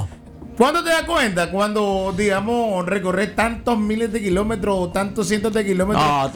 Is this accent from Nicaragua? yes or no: yes; Nicaragua; Si somos los nicas.